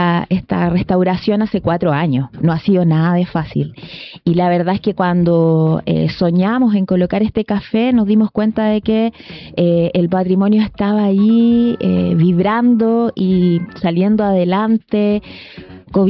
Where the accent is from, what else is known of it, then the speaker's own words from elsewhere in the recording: Santiago, Santiago Metropolitan Region, Chile; now in Vicuña, Chile; Yo soy santiaguina, yo digo que soy adoptada por el Elqui. Llegué el 2010.